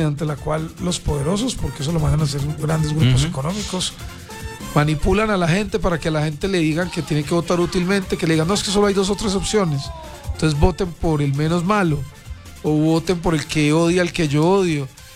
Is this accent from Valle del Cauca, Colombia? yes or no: no; Manizales, Caldas, Colombia; also born or lived in Riosucio; feliz de estar aquí en Manizales, en mi tierra nuevamente. Como presidente caldense